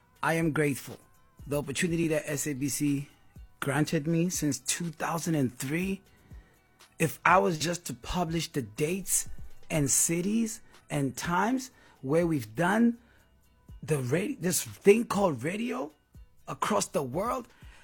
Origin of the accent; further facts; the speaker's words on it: Sharpeville, Gauteng, South Africa; I'm from Sharpeville.